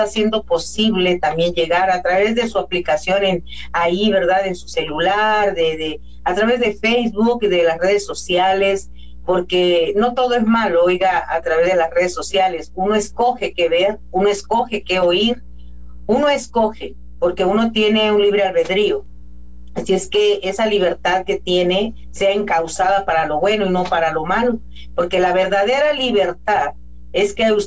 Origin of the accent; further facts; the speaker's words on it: Mexico; soy mexicana